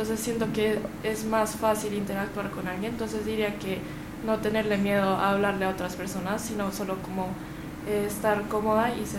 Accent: Colombia; also born or lived in South Korea; yo tampoco extraño tanto Corea porque pues crecí acá en Colombia, pero a veces también pues extraño la comida.

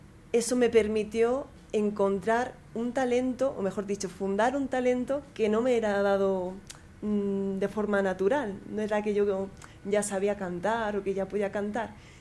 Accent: Granada, Andalusia, Spain; now in Catalonia, Spain; yo soy de Granada, que está al sur de España, en Andalucía, pero ahora mismo habito Cataluña

